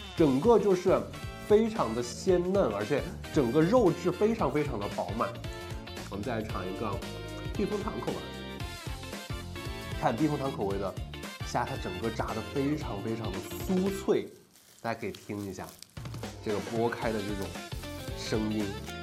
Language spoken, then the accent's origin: Chinese; Sichuan, China; 我们四川人